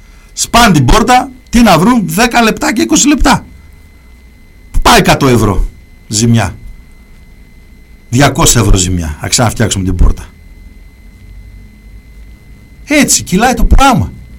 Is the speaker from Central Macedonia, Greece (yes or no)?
yes; Thessaloniki, Central Macedonia, Greece; εκεί που μεγάλωσα Σαλονίκη, τα πρόλαβα εγώ.